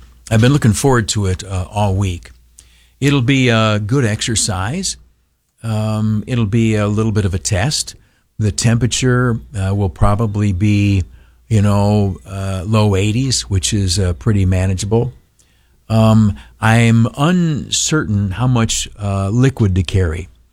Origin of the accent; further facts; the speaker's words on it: Canisteo, New York, United States; I grew up in a town of Canastillo, in the Southern Tier, a home of the world-famous Canastillo Living Sign.